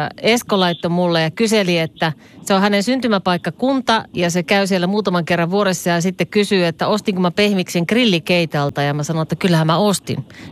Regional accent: Kajaani, Kainuu, Finland; moved away; Mä oon itse Kajaanista kotosi

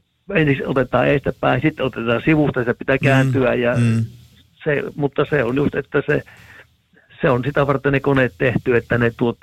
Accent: Kuopio, North Savo, Finland; moved away; mä oon Kuopiosta lähtöisin, mä oon savolaisia, mutta mä oon Reiservellä ollut pitkään ja välillä Kuusamossa kävin ja takaisin.

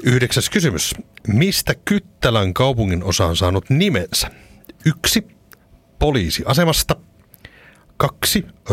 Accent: Tampere, Pirkanmaa, Finland

